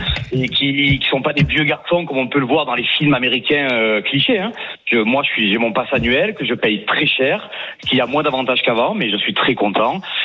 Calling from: Aix-en-Provence, Provence-Alpes-Côte d'Azur, France; j'habite à Aix-en-Provence

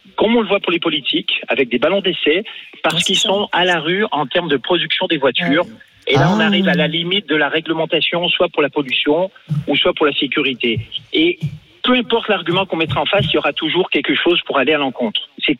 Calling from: Lyon, Auvergne-Rhône-Alpes, France; je suis sur Lyon

